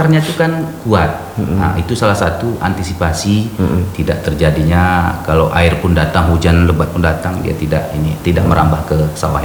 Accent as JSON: {"language": "Indonesian", "region": "Aceh", "country": "Indonesia", "said": "kita orang Gayo"}